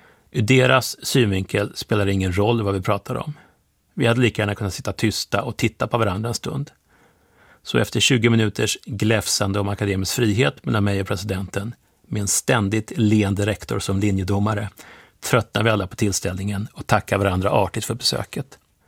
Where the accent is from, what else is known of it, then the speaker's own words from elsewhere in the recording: Sweden; moved away as an adult; now in United States; Som svensk är man väl ganska ovan att prata med advokater